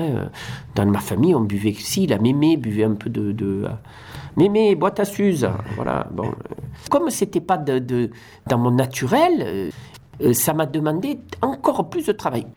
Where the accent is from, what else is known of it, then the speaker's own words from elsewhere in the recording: Provence-Alpes-Côte d'Azur, France; Alors, moi je suis originaire de Camargue.